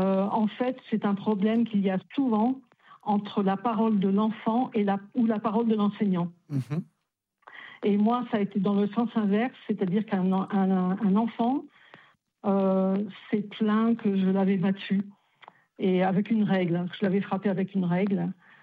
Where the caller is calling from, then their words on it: Brittany, France; je vous appelle de Bretagne